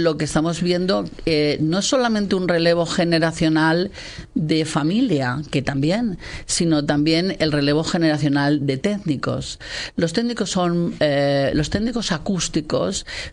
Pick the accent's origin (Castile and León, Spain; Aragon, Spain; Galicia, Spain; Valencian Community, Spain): Castile and León, Spain; Nos decidimos a estar aquí en Castilla y León porque somos de Castilla y León